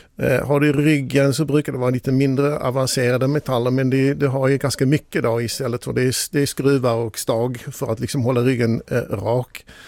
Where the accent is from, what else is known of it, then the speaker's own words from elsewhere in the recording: Netherlands; Vi är ärliga holländare och tycker att det här är viktigt att öppna med alla data.